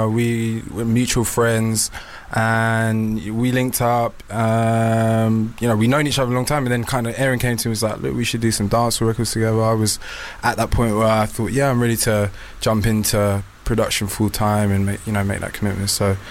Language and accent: English; London, United Kingdom; Yeah, I grew up in West London.